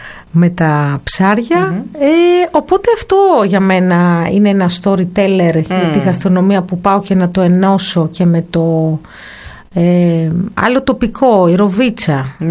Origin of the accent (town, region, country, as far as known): Peloponnese, Greece